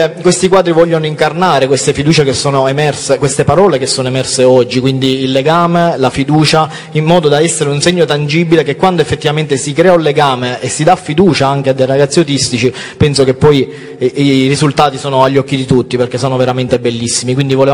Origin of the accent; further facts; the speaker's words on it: Trapani, Sicily, Italy; io sono della Sicilia, di Trapani